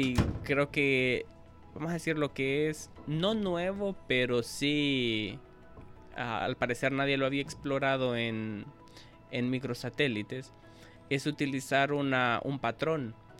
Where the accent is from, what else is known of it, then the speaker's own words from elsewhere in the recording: Honduras; desde mi perspectiva como docente y como hondureño